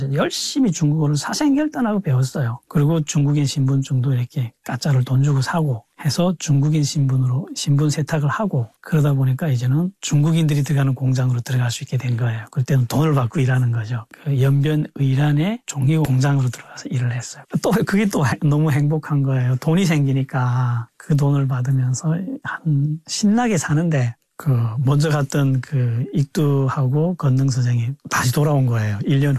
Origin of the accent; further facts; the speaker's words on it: North Korea; moved away; also born or lived in Yanbian, China; 제가 북한에서 온거 알게 됐어요.